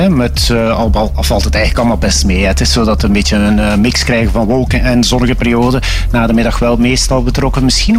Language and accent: Dutch; Flanders, Belgium; Nee, ik ben een typische Vlaming.